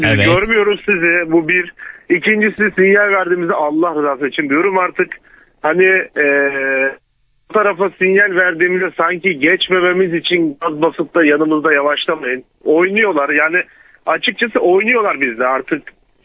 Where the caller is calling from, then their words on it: Sakarya, Turkey; Tır şoförüyüm ben. Şu an Düzce'deyim. Normalde Sakarya'dan arıyorum sizi de.